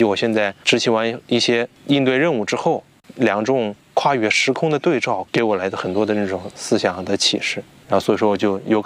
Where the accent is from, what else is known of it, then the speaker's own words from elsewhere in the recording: Dawu, Hubei, China; moved away; 因为我的老家是湖北大武，然后那边有一个纪念馆